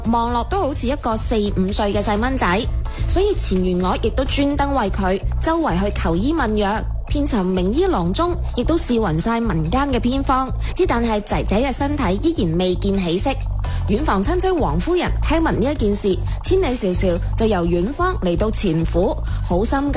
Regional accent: Guangdong, China; 我哋广东人啦，对于呢一个饮食啊，同埋一啲食疗嘅搭配咧，系真系特别醒嘅。

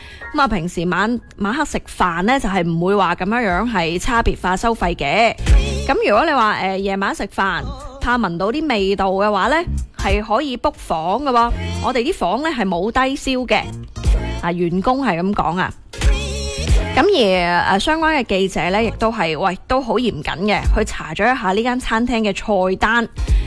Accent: Guangdong, China; 作为广东人

